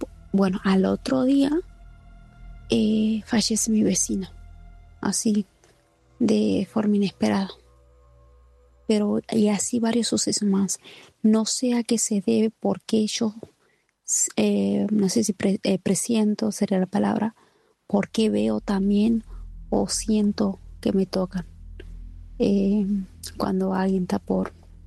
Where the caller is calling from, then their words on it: Famaillá, Tucumán, Argentina; yo soy de Famaillá.